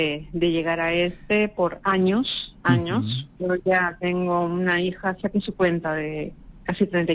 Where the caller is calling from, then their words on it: Lima, Peru; De Magdalena.